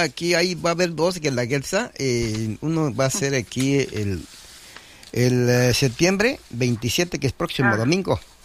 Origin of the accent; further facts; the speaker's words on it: San Juan Mixtepec, Oaxaca, Mexico; moved away; Yo soy de San Juan Mixtepec